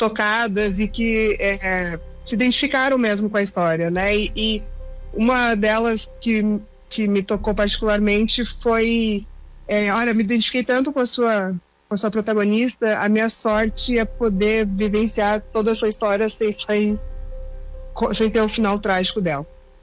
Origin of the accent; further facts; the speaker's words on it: Balneário Camboriú, Santa Catarina, Brazil; also born or lived in Passo Fundo; now in Curitiba, Brazil; Sim, eu nasci no Rio Grande do Sul, né? Morei até mais ou menos metade da minha vida em Passo Fundo, Rio Grande do Sul, e me criei basicamente em Balneário Camboriú, Santa Catarina, para depois, na vida adulta, morar em Curitiba